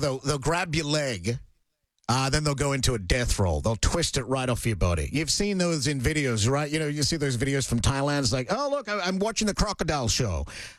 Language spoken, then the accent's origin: English; Brisbane, Queensland, Australia; moved away; the Summer Olympics are going to be in Brisbane, my hometown, in 2032, the city where I grew up just north of.